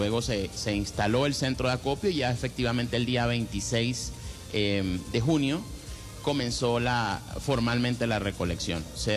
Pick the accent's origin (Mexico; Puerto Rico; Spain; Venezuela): Venezuela